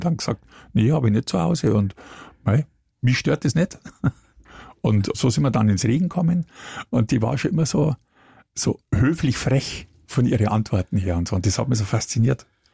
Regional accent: Munich, Bavaria, Germany; na, also was die anhaben und die laden mich als Münchner da ein oder was, das kann ich besser.

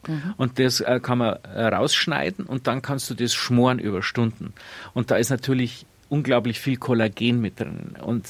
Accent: Bavaria, Germany; Also Real ist ein Pfifferling, wie man bei uns in Bayern sagt.

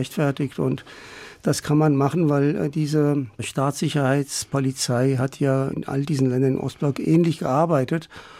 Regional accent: Germany; ich bin ja auch hier in Deutschland aufgewachsen

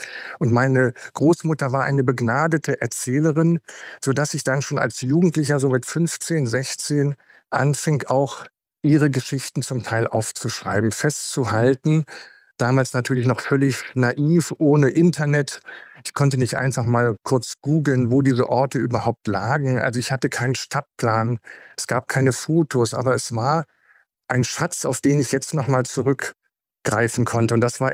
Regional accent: Germany; die uns als Deutsche mit den unseren Nachbarn in dem östlichen Europa verbinden

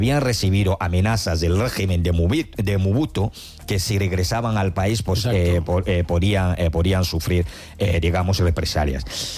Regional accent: Cameroon; Sí, sí, sí, hombre. Soy de Camerún.

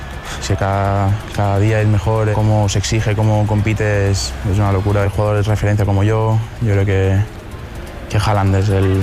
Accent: Valencian Community, Spain; En Valencia yo estaba en mi pueblo, con mis amigos, no lo mismo.

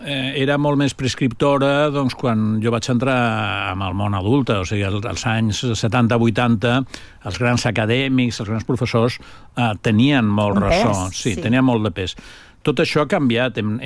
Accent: Barcelona, Catalonia, Spain; però com a barceloní penso per a Barcelona és bo que sigui una capital turística

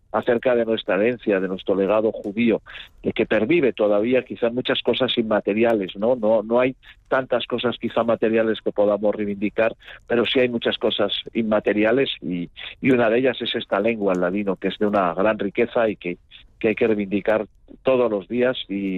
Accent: Spain; como españoles creo que tenemos el deber de reivindicarlo y darlo a conocer a las futuras generaciones

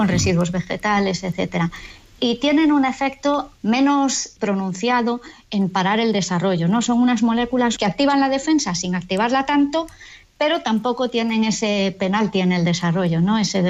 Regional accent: Galicia, Spain; moved away; yo soy gallega y cuando me vine a Galicia, a la misión biológica

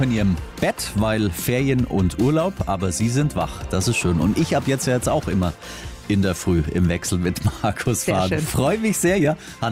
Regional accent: Augsburg, Bavaria, Germany; Die rahme ich mir ein, diese Tabelle, als gebürtiger Augsburger, das sage ich euch.

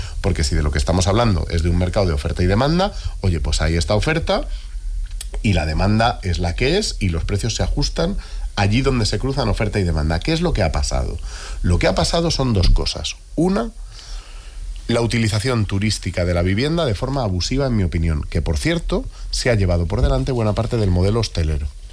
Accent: Madrid, Community of Madrid, Spain

